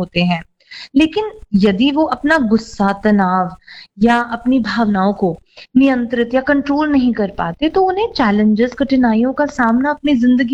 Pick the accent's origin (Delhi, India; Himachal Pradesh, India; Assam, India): Delhi, India; now in Ludhiana, India; क्योंकि मैं दिल्ली से हूँ तो वहां पर अंग्रेजी का बहुत बड़ा हुआ नहीं था, बट लुधियाना आकर जब हम पंजाब के विद्यार्थियों से मैं मिली